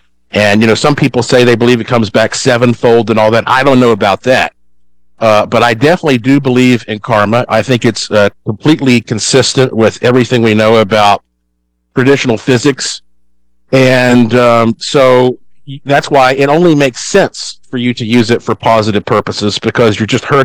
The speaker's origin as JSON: {"language": "English", "town": "Asheville", "region": "North Carolina", "country": "United States", "tie": "born or raised there", "said": "born and raised in Asheville, North Carolina."}